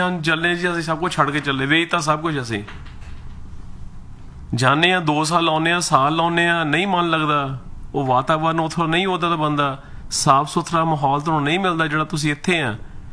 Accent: Punjab, India; born or raised there; moved away as an adult; now in Canada

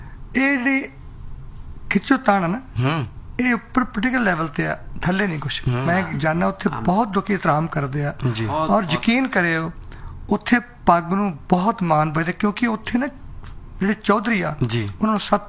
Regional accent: Amritsar, Punjab, India; ਕਿਉਂਕਿ ਮੈਂ ਅੰਮ੍ਰਿਤਸਰ ਤੋਂ, ਲਾਹੌਰ ਸਾਡੇ ਸੋਹਣਾ ਚੱਲਦਾ ਸੀ

